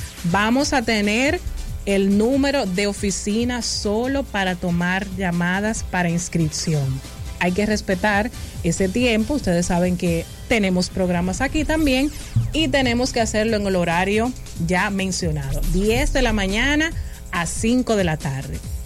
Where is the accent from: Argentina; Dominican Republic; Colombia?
Dominican Republic; somos dominicanos